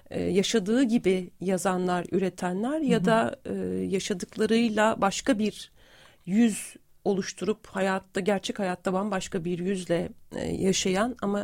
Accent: Ankara, Turkey; now in Istanbul, Turkey; 2002 yılında geldim ben İstanbul'a, Ankara'dan geldim. Bir Ankaralıyım aslında.

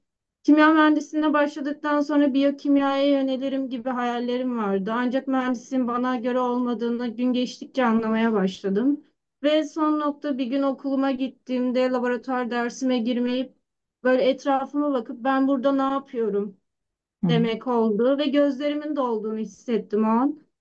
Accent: Adana, Turkey; Ben Adanalıyım ve doğayla kurduğum ilişki sürekli yazlara yaylaya gitmemizden dolayı yıllardır var, çok küçüklükten beri.

